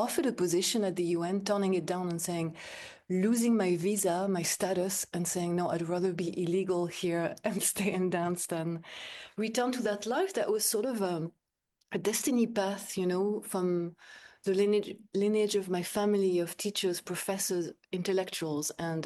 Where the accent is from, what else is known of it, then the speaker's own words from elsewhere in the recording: France; also born or lived in United Kingdom; now in New York, United States; I remember arriving from the UK, which I didn't like very much. It was in the 90s, you know. And I didn't really love growing up in France either. And I remember arriving in New York